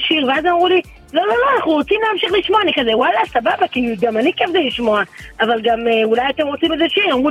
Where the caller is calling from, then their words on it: Jerusalem, Jerusalem District, Israel; אנחנו ירושלמים